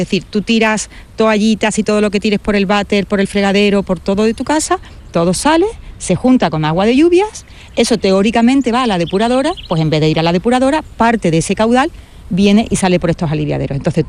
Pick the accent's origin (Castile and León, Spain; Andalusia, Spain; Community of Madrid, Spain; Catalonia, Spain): Andalusia, Spain; Seville; yo soy de Sevilla